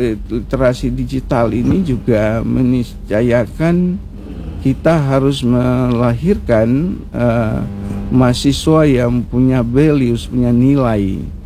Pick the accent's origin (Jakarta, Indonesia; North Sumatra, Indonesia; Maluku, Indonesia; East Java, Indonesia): Maluku, Indonesia; kita ini adalah orang Maluku dan orang Indonesia.